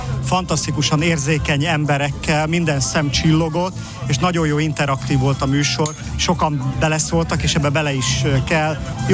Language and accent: Hungarian; Sopron, Győr-Moson-Sopron, Hungary; Én imádom Sopron, soproni vagyok, tehát én jöttem a szüleimhez